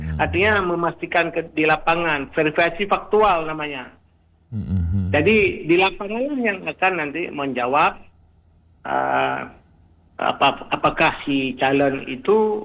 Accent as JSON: {"language": "Indonesian", "town": "Banda Aceh", "region": "Aceh", "country": "Indonesia", "said": "tahun yang lalu, itu kampung saya misalnya."}